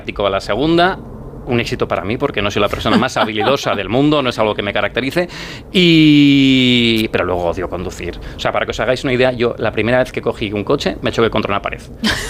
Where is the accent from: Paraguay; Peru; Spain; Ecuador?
Spain; Vitoria-Gasteiz, Basque Country; Sí, sí, yo soy de Vitoria.